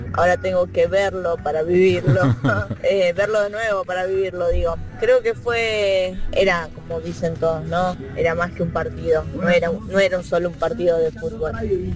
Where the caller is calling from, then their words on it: Luis Guillón, Buenos Aires Province, Argentina; de Luis Guillón.